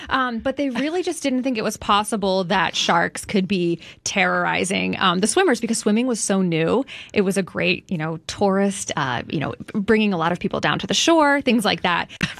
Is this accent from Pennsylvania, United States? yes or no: yes; Philadelphia, Pennsylvania, United States; moved away; I'm from Philadelphia originally, so we do go to the Jersey Shore often